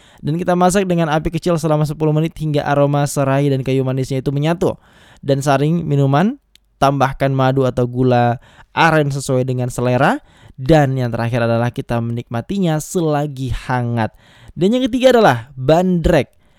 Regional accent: East Kolaka, Southeast Sulawesi, Indonesia; moved away; kalau di kampung saya di Kolaka Timur juga itu banyak orang-orang Sunda.

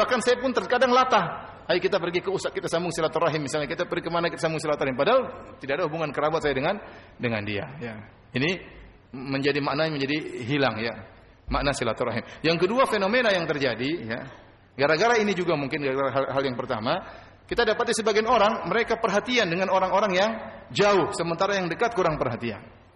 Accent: South Sulawesi, Indonesia; Ya, saya orang Bugis, ente orang Madura. Gimana sambungnya? Kita bukan kerabat.

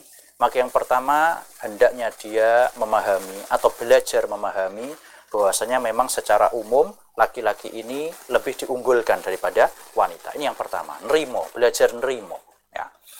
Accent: Indonesia; kenapa kok kita dilahirkan jadi orang Indonesia?

